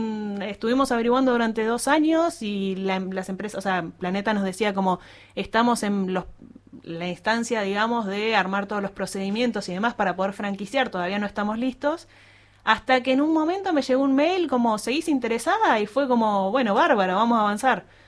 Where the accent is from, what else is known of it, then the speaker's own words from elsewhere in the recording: Viedma, Río Negro, Argentina; moved away as an adult; also born or lived in Carmen de Patagones, Argentina / Bahía Blanca, Argentina; yo soy de acá, de la comarca en realidad, yo nací en Patagones. Bien. Pero viví toda mi vida en Viedma, viste que Viedma Patagones es una sola cosa.